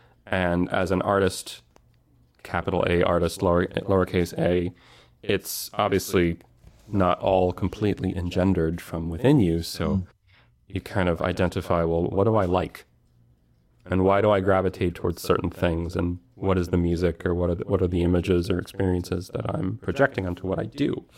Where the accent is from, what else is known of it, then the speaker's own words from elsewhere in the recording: Texas, United States; moved away; growing up in Texas, I didn't get to look at snow that often.